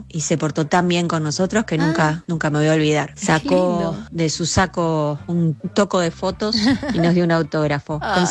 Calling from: Rosario, Santa Fe, Argentina; soy de Rosario, igual que Guido.

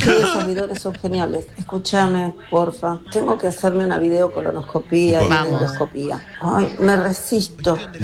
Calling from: Buenos Aires, Argentina; de Capital.

